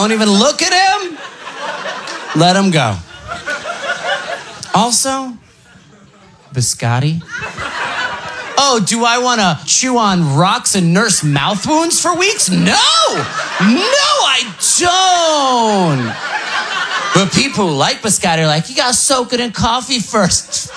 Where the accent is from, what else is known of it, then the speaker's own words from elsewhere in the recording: New Jersey, United States; Oh, you're clapping for... I'm from New Jersey. So there is New Jersey.